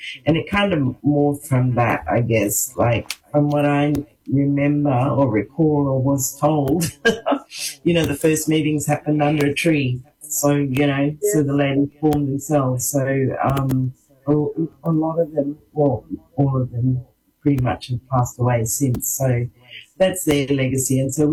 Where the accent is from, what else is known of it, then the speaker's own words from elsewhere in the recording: Broome, Western Australia, Australia; certainly when I guess Mitch and I grew up here in Broome.